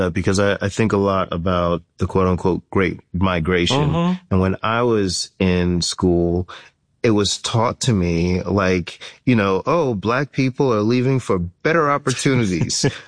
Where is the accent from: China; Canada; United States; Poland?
United States; Florida; And so kids in school, like in my home state of Florida, they have changed the narrative.